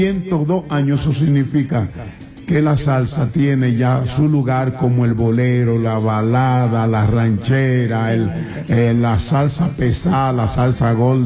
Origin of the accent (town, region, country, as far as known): Dominican Republic